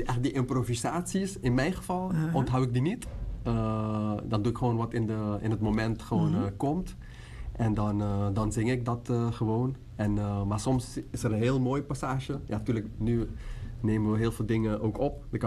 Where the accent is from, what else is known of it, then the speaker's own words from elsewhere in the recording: Suriname; now in Netherlands; Ja, dus we zijn in Suriname geboren.